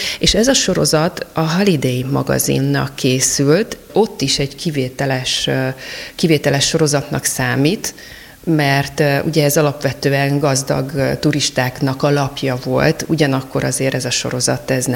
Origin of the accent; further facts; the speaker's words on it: Budapest, Hungary; born there; Én Budapestre tértem vissza, mert történetesen ott születtem